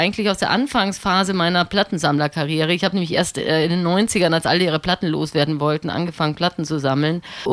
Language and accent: German; Bavaria, Germany; born or raised there